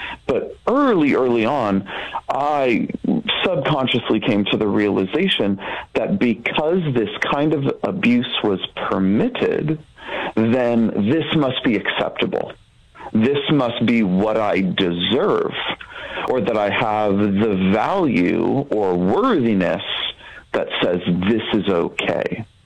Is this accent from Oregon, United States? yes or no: yes; Oregon, United States; I was raised in Oregon.